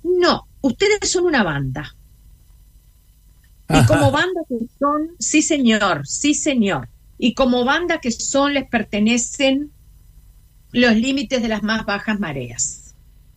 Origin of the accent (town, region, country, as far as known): Uruguay